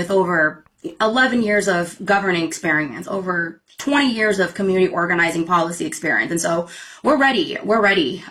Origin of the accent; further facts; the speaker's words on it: Sacramento, California, United States; Look, I grew up in South Sacramento. I'm the oldest of 16 kids in my family. I grew up on food stamps